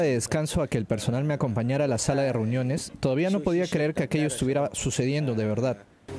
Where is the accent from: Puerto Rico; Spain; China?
China; Hunan; moved away; also born or lived in Russia; mi tierra natal, que conoce la provincia de Hunan, donde nací, y que es la tierra natal del presidente Mao Zedong.